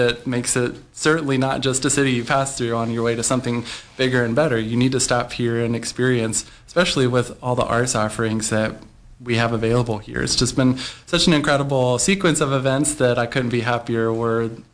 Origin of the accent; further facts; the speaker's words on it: Texas, United States; moved away as an adult; also born or lived in Waco, Texas / Ann Arbor, Michigan; now in Kalamazoo, United States; I grew up in Dallas-Fort Worth area of Texas, did my undergrad work in music education at Baylor University in Waco